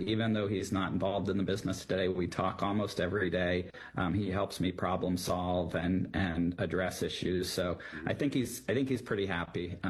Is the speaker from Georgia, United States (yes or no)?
no; Los Angeles, California, United States; Yeah, I grew up in Los Angeles. I am the youngest of three.